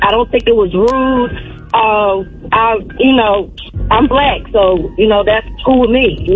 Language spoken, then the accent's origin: English; Willingboro, New Jersey, United States; I grew up in I grew up in Country Club in Willingboro